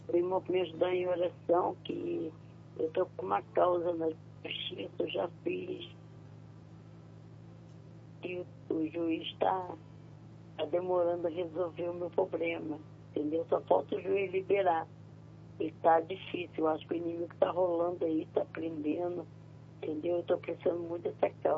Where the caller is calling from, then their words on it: Itaboraí, Rio de Janeiro, Brazil; Isso, Itaboraí, Rio de Janeiro.